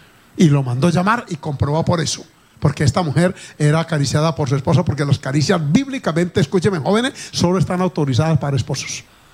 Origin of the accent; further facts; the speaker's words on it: Arauca, Colombia; yo vengo de Arauca, yo venía bendecido con una platica